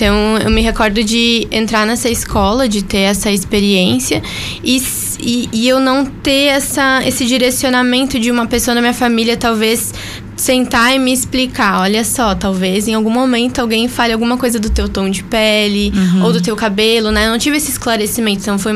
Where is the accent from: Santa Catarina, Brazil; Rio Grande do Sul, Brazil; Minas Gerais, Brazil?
Rio Grande do Sul, Brazil; Porto Alegre; De Porto Alegre, eu sou natural de Porto Alegre.